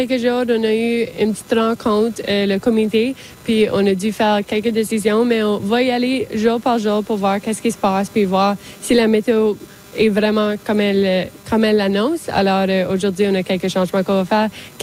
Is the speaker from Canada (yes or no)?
yes; Acadia, Canada; Alors, je pense que c'est vraiment important de se souvenir qu'on est acadienne, notre culture est acadienne.